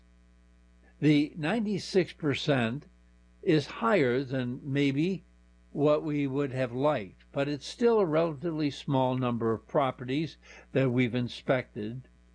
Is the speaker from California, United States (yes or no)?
no; Buffalo, New York, United States; my hometown of Buffalo